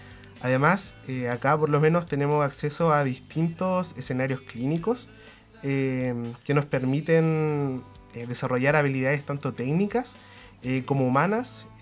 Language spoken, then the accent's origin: Spanish; Osorno, Los Lagos, Chile; yo soy osornino, nacido y criado, salí del Colegio Emprender Osorno, que está en la Mira Sur, arriba.